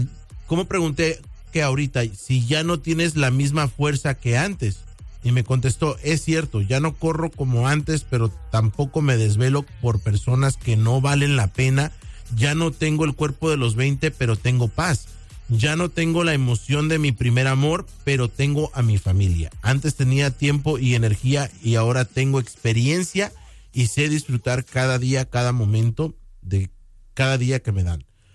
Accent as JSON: {"language": "Spanish", "country": "Mexico", "said": "hablando como de mí, que soy mexicano."}